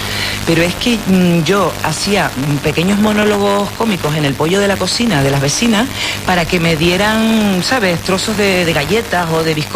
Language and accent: Spanish; El Paso, Canary Islands, Spain; now in Madrid, Spain